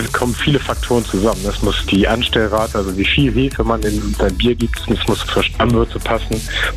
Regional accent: Schleswig-Holstein, Germany; dass ich auch als Schleswig-Holsteiner den deutschen Meistertitel mit einem bayerischen Bierstil nach Schleswig-Holstein holen konnte

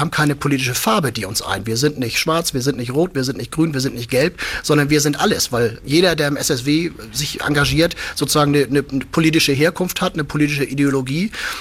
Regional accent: Flensburg, Schleswig-Holstein, Germany; ich komme ja aus Flensburg

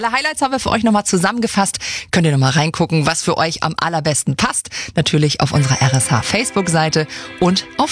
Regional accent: Flensburg, Schleswig-Holstein, Germany; Ich finde, das hört sich ganz wunderbar an. Ist ja meine Heimatstadt. Ich war schon so oft auf der Rumregatta.

